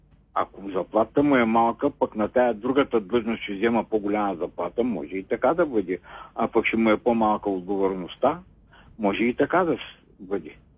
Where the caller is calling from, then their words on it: Karnobat, Burgas Province, Bulgaria; Кърнобат.